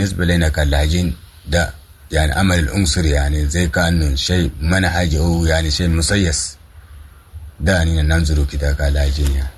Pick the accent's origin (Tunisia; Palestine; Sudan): Sudan; moved away; نحن قاعدين نتابعوا كسودانيين وفقدنا الوطن